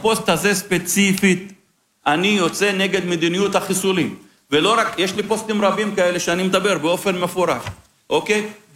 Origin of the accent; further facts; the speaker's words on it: Lod, Central District, Israel; also born or lived in Ramla / Jaffa; אני גדלתי בלוד, רמלה ויפו. אלה האנשים שלי, זאת הסביבה הטבעית שלי.